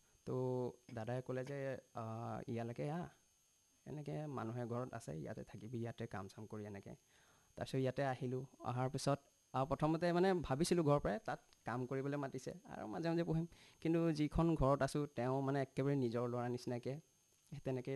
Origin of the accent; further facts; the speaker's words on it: Baithalangso, Assam, India; now in Puranigudam, India; নহয়, মই আচলতে আমাৰ বৈঠিলাংচু কাৰ্বি আংলঙৰ হয়। মই নগাঁৱত আহিছিলোঁ 2010 চনতে। এতিয়া ইয়াত পুৰণি গুদামত থকা প্ৰায় 15 বছৰ মানে হ'ল সেয়া।